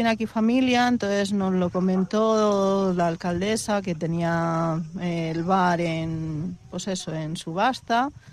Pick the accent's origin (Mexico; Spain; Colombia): Spain; Roquetas de Mar, Andalusia; Porque es de Atochare, y yo vengo de Roquetas.